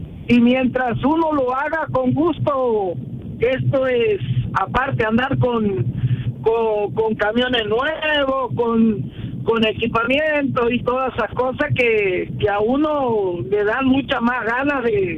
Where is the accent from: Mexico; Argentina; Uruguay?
Argentina; now in Málaga, Spain; Yo soy argentino